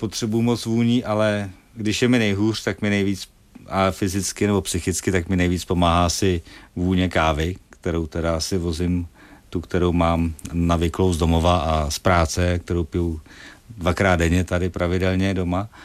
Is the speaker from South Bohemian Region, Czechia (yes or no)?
yes; Želeč, South Bohemian Region, Czechia; Z České republiky musím říct, že jsem jel od Tábora a musím říct, že jsem jel ze Želče u Tábora